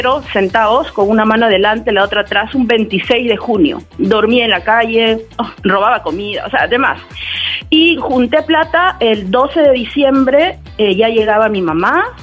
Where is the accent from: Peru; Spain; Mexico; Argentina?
Peru; Sí, soy peruana, doctor.